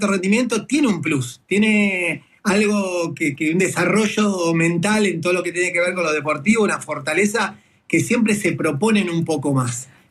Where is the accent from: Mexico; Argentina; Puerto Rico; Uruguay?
Argentina; lo que somos los argentinos